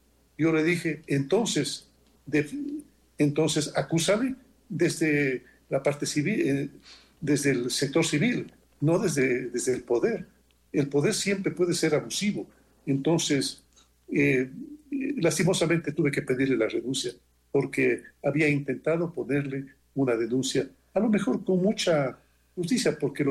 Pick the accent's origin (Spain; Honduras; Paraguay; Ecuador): Ecuador; yo me quedo a vivir en mi país.